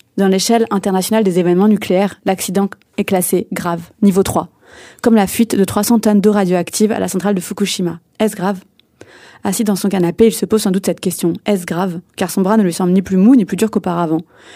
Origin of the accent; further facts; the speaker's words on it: Poitiers, Nouvelle-Aquitaine, France; moved away as an adult; also born or lived in Djibouti; now in Paris, France; Je suis franco-djiboutienne, j'ai grandi à Djibouti jusqu'à mes 6 ans du coup, et ensuite j'ai grandi à Poitiers, et puis là je suis à Paris